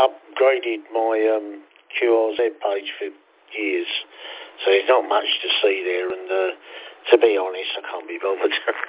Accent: London, United Kingdom; moved away as an adult; now in County Durham, United Kingdom; As you can tell by the accent, I'm from down south. Born and bred in the East End of London, mate. Love a bit of pie mash. I'm now living in County Durham. Different way of life to London, but I don't miss London.

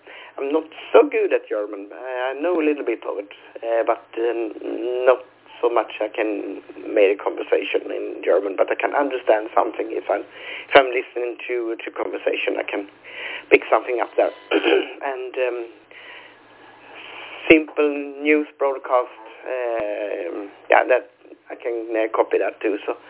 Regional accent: Sweden; first language Swedish; English is a second language

